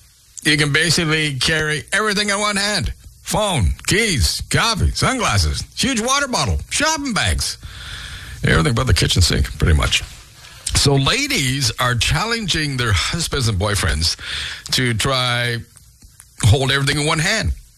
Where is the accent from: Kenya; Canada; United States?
Canada; We're Canadian.